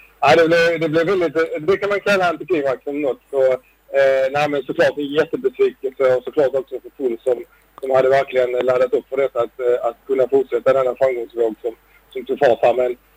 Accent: Sweden; beachvolleybollen är ju nu som svensk, det är ju något som vi verkligen får värna om

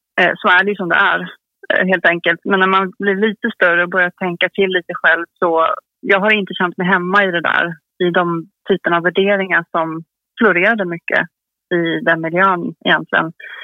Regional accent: Örebro, Örebro County, Sweden; moved away as an adult; also born or lived in Skåne; Jag bor i Örebro. Jag är uppvuxen i Örebro, har bott där hela barndomen och flyttade sen för studier. Så sen har jag bott på några olika städer i Sverige.

